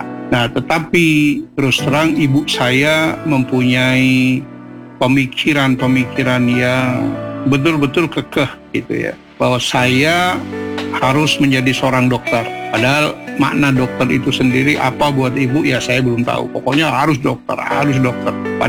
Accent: Pasuruan, East Java, Indonesia; Kan saya dari Pasuruan ya Pak ya, dari desa. Ibu saya adalah guru ngaji, kemudian bapak saya seorang supir

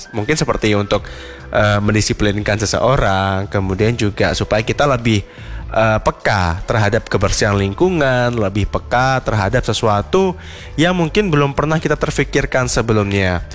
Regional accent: Java, Indonesia; kita sebagai orang Jawa

